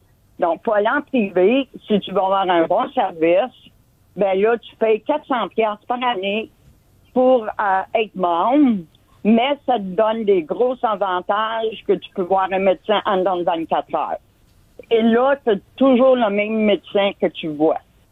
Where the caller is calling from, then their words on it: Lévis, Quebec, Canada; Puis moi, si vous voulez savoir où je suis, je suis à Lévis.